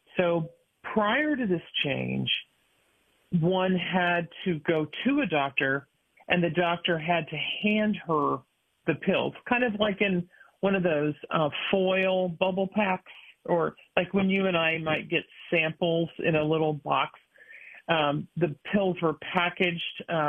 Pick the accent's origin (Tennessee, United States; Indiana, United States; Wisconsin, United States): Indiana, United States; where that case is, Texas, my home state of Indiana.